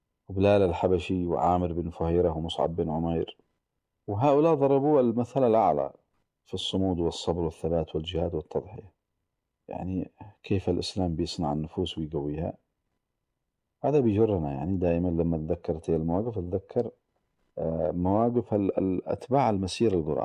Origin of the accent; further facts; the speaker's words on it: Sanaa, Amanat Al Asimah, Yemen; عندنا في صنعاء، وصنعاء جوها لطيف يعني